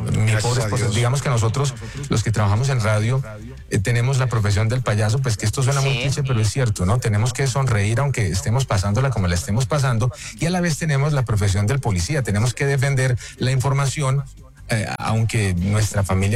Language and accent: Spanish; Armenia, Quindío, Colombia; now in Manizales, Colombia; nosotros somos de Armenia y no tenemos familia aquí en Manizales.